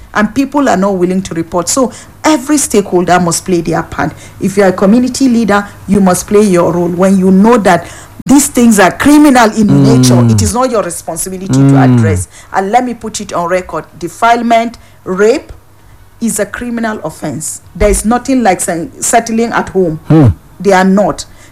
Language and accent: English; Wase, Plateau, Nigeria; I'm from Plateau State, I'm from Wase. I'm a Nigerian.